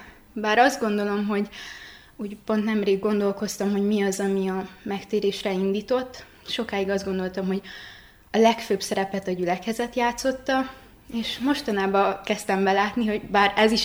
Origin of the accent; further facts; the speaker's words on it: Baraolt, Covasna, Romania; moved away as an adult; now in Cluj-Napoca, Romania; Én Székelyföldről érkeztem, egy kis városból, Baróta neve. Tavaly ilyenkor, amikor felköltöztem, nagy kihívás volt, hogy egy ilyen nagy városban eligazodjak